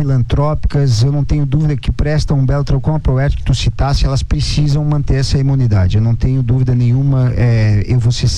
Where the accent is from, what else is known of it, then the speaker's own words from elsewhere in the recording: Tubarão, Santa Catarina, Brazil; A gente é de Tubarão, vive em Tubarão